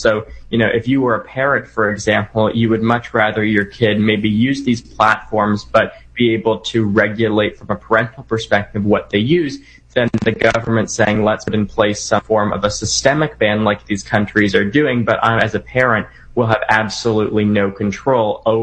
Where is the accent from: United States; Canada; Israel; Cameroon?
Canada; Yeah, or my home country of Canada either